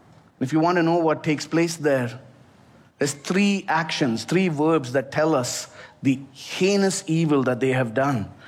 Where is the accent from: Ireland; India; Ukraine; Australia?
India; moved away; my home country of India